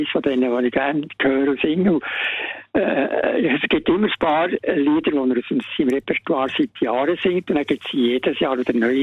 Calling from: Bern, Switzerland; Ich bin Berner

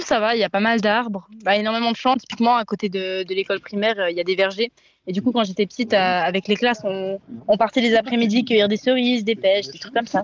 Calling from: Épendes, Vaud, Switzerland; moi j'habite à Épande

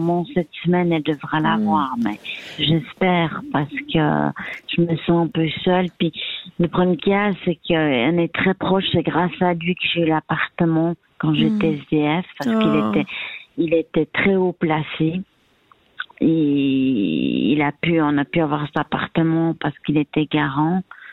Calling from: Geneva, Switzerland; moi, je suis à Genève

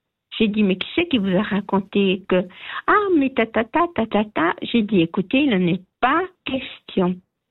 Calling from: Vevey, Vaud, Switzerland; j'habite à Vevey, proche de Vevey

